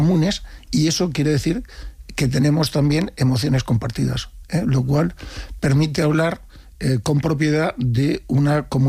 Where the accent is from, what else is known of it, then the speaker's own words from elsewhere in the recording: Spain; Somos, los españoles somos empáticos.